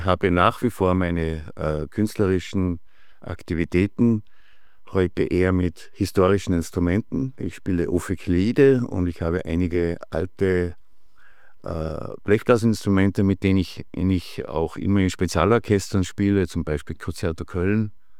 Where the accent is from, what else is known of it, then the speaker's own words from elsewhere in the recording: Zell am Moos, Upper Austria, Austria; now in Salzburg, Austria; ich komme aus Oberösterreich, allerdings nicht aus dem inneren Salzkammergut, sondern aus Zell am Moos, lebe aber mit meiner Familie schon seit 30 Jahren in Salzburg. Und nach Bad Gäusern bin ich vor circa 25 Jahren als Lehrer gekommen.